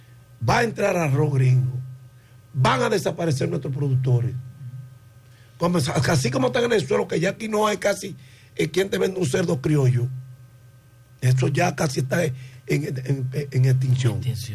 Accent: Dominican Republic; nosotros como dominicanos vamos a tener que tomar un poco de conciencia para que nuestros productores no desaparezcan.

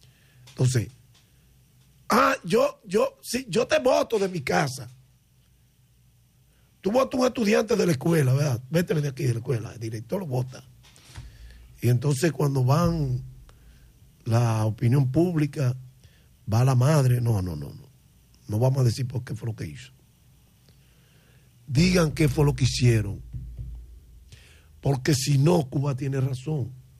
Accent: Dominican Republic

